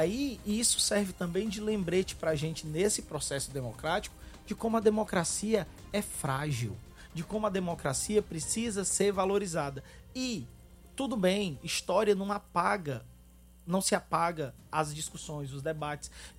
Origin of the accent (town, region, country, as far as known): Fortaleza, Ceará, Brazil; born or raised there